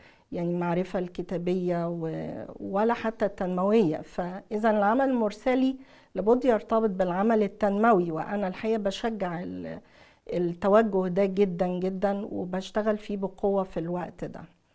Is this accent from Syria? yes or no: no; Asyut, Asyut Governorate, Egypt; moved away; also born or lived in Fayoum / Cairo; انا من اسيوط.